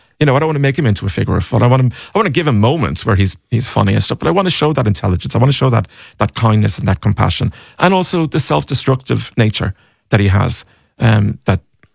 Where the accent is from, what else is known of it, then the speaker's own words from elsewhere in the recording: Ireland; I am a writer, I am an Irish writer, like him, a gay Irish writer